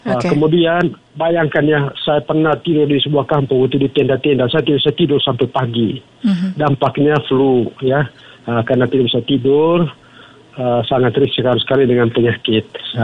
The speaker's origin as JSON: {"language": "Indonesian", "region": "East Nusa Tenggara", "country": "Indonesia", "lives_now": "Jakarta, Indonesia", "said": "saya kan orang Manggarai juga, tapi lama di Jakarta."}